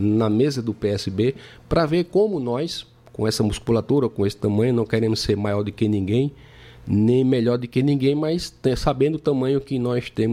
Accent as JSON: {"language": "Portuguese", "town": "Campina Grande", "region": "Paraíba", "country": "Brazil", "tie": "born or raised there", "also_born_or_lived": "Esperança", "said": "Eu sou nasci em Esperança, mas me considero campinense porque eu vim morar aqui em Campina Grande com meus 7 anos de idade."}